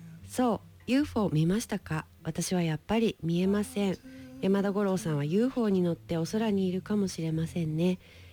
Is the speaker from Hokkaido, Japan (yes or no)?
no; Mito, Ibaraki, Japan; born or raised there; moved away